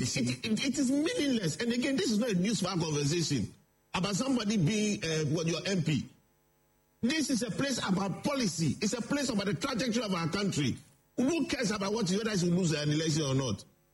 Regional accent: Accra, Greater Accra, Ghana; Me, I don't come from La. I come from Jamestown, British Accra. I'm from Asne, Kasne, Donshi.

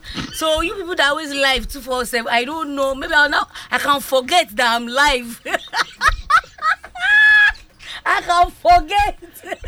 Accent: Ghana; I'm still a Ghanaian. And I still live in Ghana

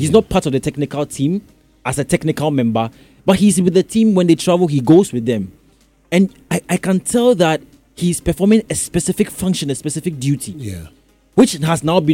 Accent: Ghana; Then I told them that I was from Ghana

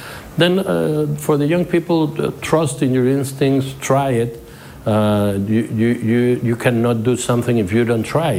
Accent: Santiago de Querétaro, Querétaro, Mexico; also born or lived in Veracruz; Querétaro, my hometown.

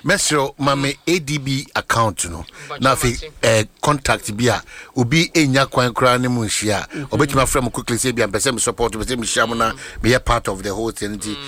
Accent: Tarkwa, Western Region, Ghana; I grew up with them in Takwa they are nice people. I nearly spoke their dialect, but they have my favorite Ghanaian delicacy called fumfum.

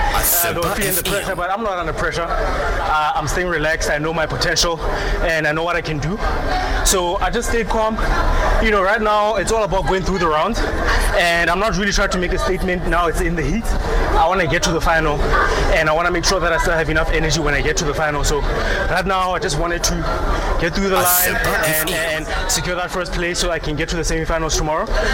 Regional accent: Lesotho; I'm from Lesotho, and it's always snowy there.

